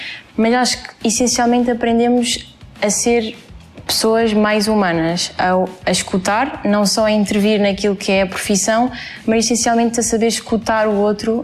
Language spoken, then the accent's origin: Portuguese; Faro, Portugal; do segundo ano da Licenciatura em Fisioterapia. Sou de Faro, tenho 20 anos e estou pronta para começar.